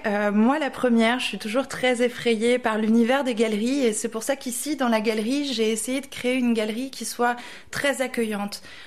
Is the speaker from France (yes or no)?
yes; Pont-Aven, Brittany, France; born there; moved away; Je suis née en Bretagne. J'ai toujours nourri l'idée et l'envie de revenir vivre en Bretagne. Et c'est aujourd'hui chose faite. J'ai ouvert la galerie il y a 5 ans. Et je me suis à nouveau installée ici, sur la place Julia à Pont-Aven